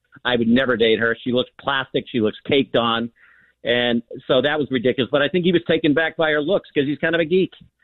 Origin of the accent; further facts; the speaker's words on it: West Coast, United States; I'm from the West Coast. I live now on the East Coast.